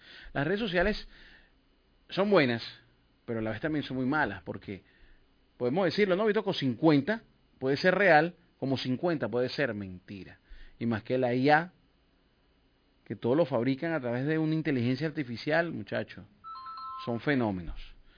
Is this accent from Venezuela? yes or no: yes; Venezuela; mi país natal, Venezuela